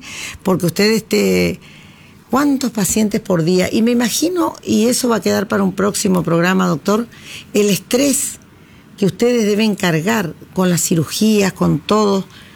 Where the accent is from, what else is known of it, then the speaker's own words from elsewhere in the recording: Presidencia Roque Sáenz Peña, Chaco, Argentina; born there; Cuando era chica en Saspeña